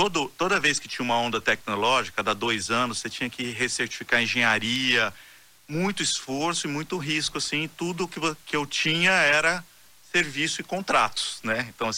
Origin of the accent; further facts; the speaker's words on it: Campo Grande, Mato Grosso do Sul, Brazil; Eu sou lá de Campo Grande, né, no Mato Grosso do Sul